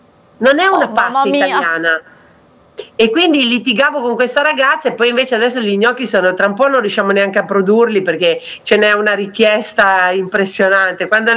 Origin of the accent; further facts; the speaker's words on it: Pietra Ligure, Liguria, Italy; now in Jakarta, Indonesia; il cambiamento principale è che noi nati sul mare, perché noi siamo di Pietra Ligure, quindi 5 minuti era al mare, e a Giacarta, essendo una megalopoli, noi siamo nel sud e il mare è al nord.